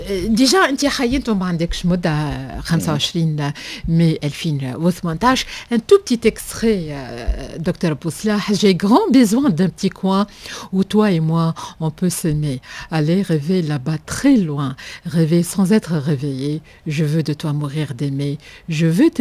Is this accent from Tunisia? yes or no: yes; Tunisia; المستوى التعليمي اللي عندنا في تونس،